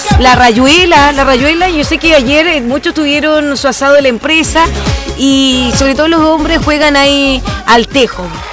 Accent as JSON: {"language": "Spanish", "country": "Chile", "said": "yo soy buena chilena"}